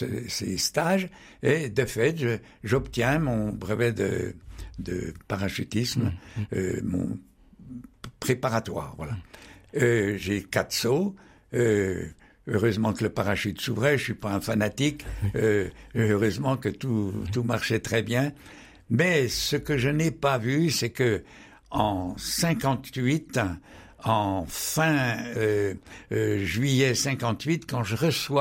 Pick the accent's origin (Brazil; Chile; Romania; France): France; Dampierre, Bourgogne-Franche-Comté; je suis né à Dampierre, dans le Jura